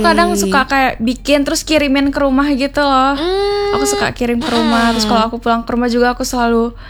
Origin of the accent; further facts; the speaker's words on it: Sumbawa, West Nusa Tenggara, Indonesia; moved away; Aku aslinya dari Sumbawa